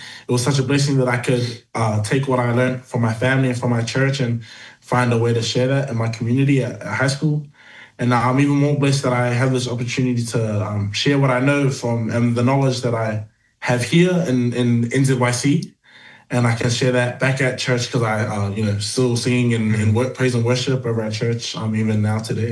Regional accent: Samoa; I hail from Samoa.

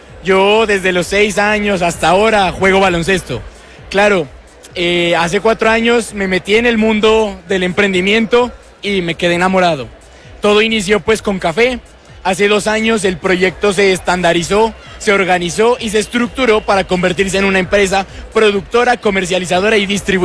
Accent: Pasto, Nariño, Colombia; Yo soy de aquí de Pasto, del departamento de Nariño. Soy un joven de 18 años

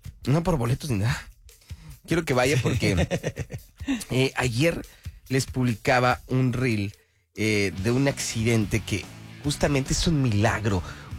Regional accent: Mexico; Pero sí somos, como buenos mexicanos, curiosos, por no decir chismosos.

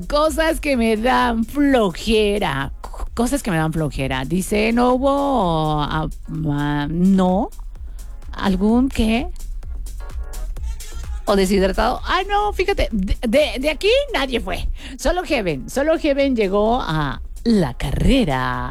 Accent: Tehuacán, Puebla, Mexico; sí somos de Tehuacán

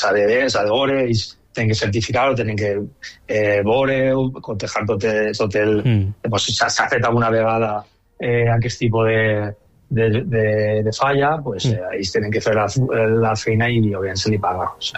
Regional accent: Xàtiva, Valencian Community, Spain; tots els que som de Xàtiva

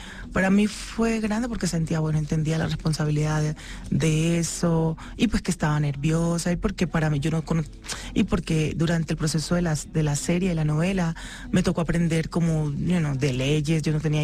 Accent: Timbiquí, Cauca, Colombia; moved away; also born or lived in Cali / Bogotá / New York; Yo vengo de Timbiquí, un pueblo que queda bien retirado, en la mitad de la selva, alrededor de un río. Llego a Cali

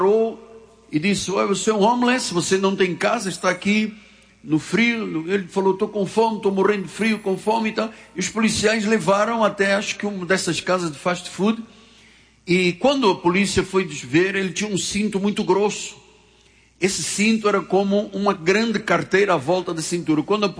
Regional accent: Portugal; born there; eu estava pregando na minha igreja onde eu nasci, em Portugal, há muitos anos atrás, Assembleia de Deus Neves Ferreira

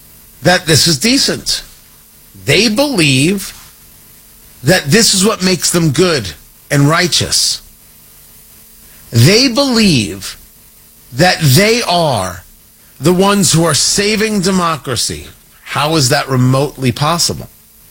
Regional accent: New Jersey, United States; also born or lived in Brooklyn; Guys, I was born in Brooklyn. I grew up in Jersey. It's not the same New York.

